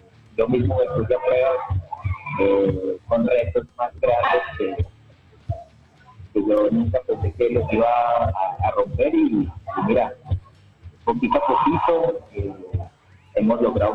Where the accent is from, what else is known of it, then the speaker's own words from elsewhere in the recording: San Mateo, Colombia; Mira, yo vengo creciendo en San Mateo, aquí en Chamaco. Yo vengo desde el barrio.